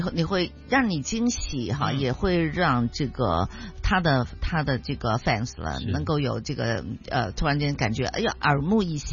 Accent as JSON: {"language": "Chinese", "town": "Chaozhou", "region": "Guangdong", "country": "China", "said": "杨师傅也是我们潮州人呢"}